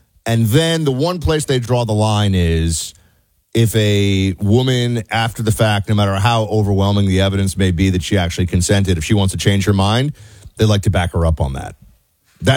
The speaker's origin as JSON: {"language": "English", "town": "New York City", "region": "New York", "country": "United States", "tie": "born or raised there", "said": "I grew up in New York City, but I got to college and I was like, what is that thing?"}